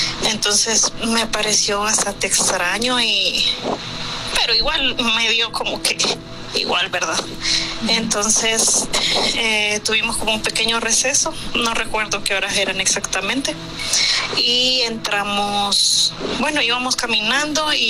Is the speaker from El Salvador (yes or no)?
yes; El Salvador; Yo soy de El Salvador y pues, estoy nerviosa solo de mandar el audio.